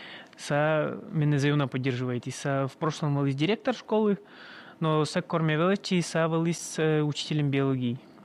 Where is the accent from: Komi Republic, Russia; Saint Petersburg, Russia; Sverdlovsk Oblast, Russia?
Komi Republic, Russia; Izhma; мы лыжник, родом из Ижмы.